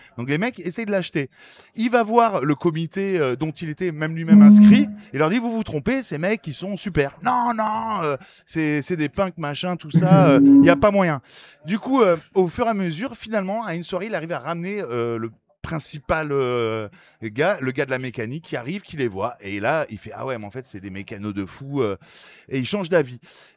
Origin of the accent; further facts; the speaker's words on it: Nice, Provence-Alpes-Côte d'Azur, France; on n'a pas toute la chance d'être né dans une famille Front National, ce qui est mon cas en tant que bon niçois.